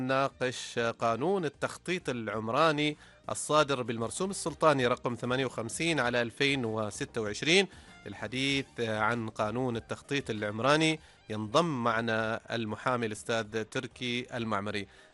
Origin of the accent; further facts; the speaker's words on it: Oman; عندنا في سلطنة عمان